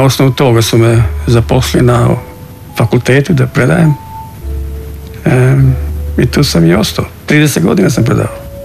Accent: Čavoglave, Šibenik-Knin County, Croatia; now in Split, Croatia; Kad sam došao iz Čavoglava, kao pravi Vlaj, onaj mali seljak, bio sam ko spužva.

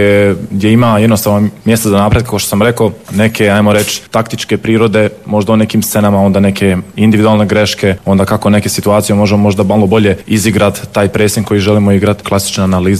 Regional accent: Germany; Ja sam odrastao u Njemačkoj, kod nas se kod kuće uvijek pričao hrvatski

